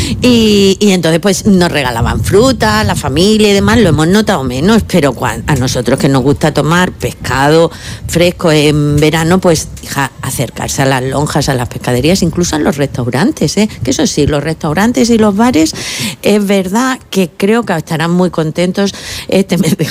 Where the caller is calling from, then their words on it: Cieza, Region of Murcia, Spain; soy de Cieza, que también saludo, aprovecho para saludar a mis paisanos.